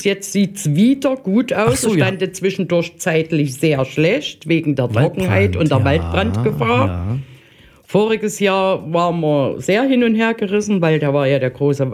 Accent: Saalfeld, Thuringia, Germany; born there; Ich bin gebürtige Saalfelderin.

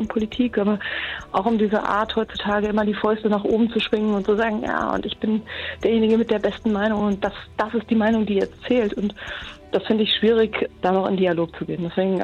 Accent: Hesse, Germany; Kommt aus meiner alten Heimat, aus Hessen.

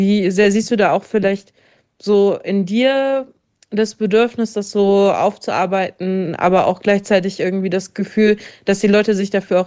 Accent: Hesse, Germany; Also ich bin lange in Hessen aufgewachsen

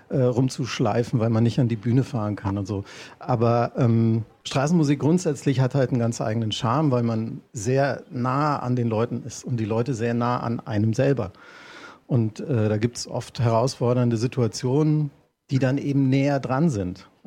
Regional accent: Haselünne, Lower Saxony, Germany; da wo ich aufgewachsen bin, in Haselünne, das ist im Norden Deutschlands, im Emsland, fast an der Nordsee

